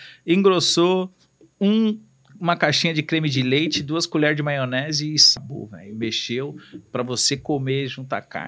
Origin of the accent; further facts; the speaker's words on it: São Paulo, Brazil; moved away as an adult; now in Fortaleza, Brazil; eu nasci em São Paulo, né? São Paulo, na Moca, mas eu cresci em um bairro chamado Sapopemba, Zona Leste.